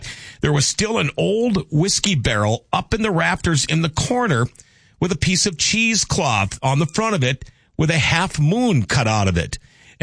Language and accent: English; Crookston, Minnesota, United States; also born or lived in Thief River Falls, Minnesota; growing up in Crookston, Thief River Falls